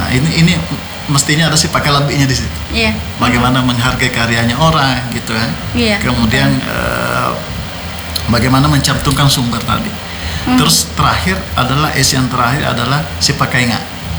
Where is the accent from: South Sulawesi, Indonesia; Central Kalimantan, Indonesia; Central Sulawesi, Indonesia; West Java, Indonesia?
South Sulawesi, Indonesia; kearifan lokalnya kita sebagai Bugis Makassar.